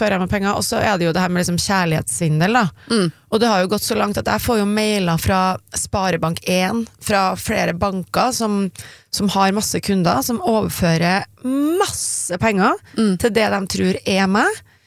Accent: Zanzibar, Tanzania; now in Norway; ja, jeg kommer fra Zanzibar, ja.

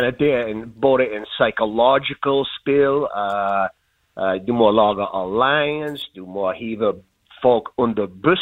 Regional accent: Bergen, Vestland, Norway; jeg kommer fra Bergen

